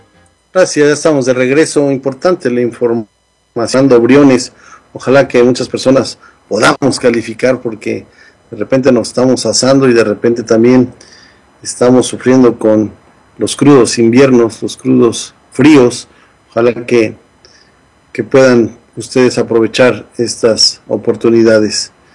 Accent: Mexico; porque nosotros como mexicanos, sin duda que no se nos olvida aquellas gloriosas épocas

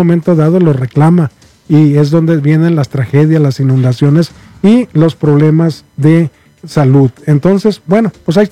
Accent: Mazatlán, Sinaloa, Mexico; now in Denver, United States; yo crecí en Mazatlán

